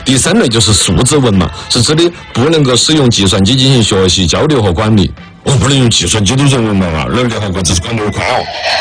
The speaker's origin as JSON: {"language": "Chinese", "country": "China", "said": "我们中国人是有这个观念的"}